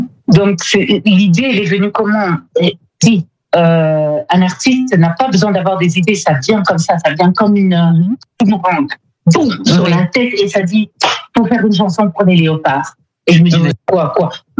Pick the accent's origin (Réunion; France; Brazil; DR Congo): DR Congo; Je suis congolaise.